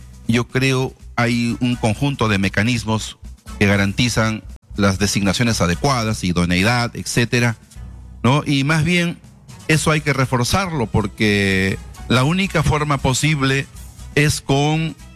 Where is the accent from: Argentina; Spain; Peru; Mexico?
Peru